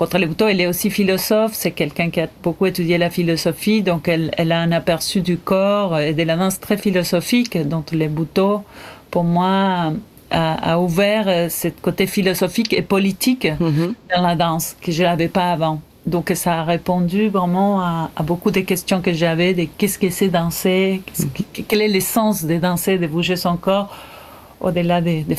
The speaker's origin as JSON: {"language": "French", "region": "Entre Ríos", "country": "Argentina", "tie": "born or raised there", "also_born_or_lived": "Córdoba", "second_language": "French", "moved": "as an adult", "said": "Ben oui, je peux dire que je suis née à Cordoba. Après, j'ai grandi plus en Entre Ríos, justement du côté de l'Uruguay"}